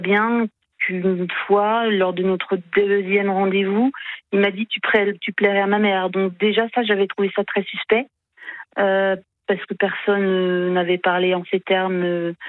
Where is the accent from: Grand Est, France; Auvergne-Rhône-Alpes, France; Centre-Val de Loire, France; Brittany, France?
Brittany, France; born there; Alors moi, je suis née en Bretagne, mais je vis, comme beaucoup de Bretons, en région parisienne.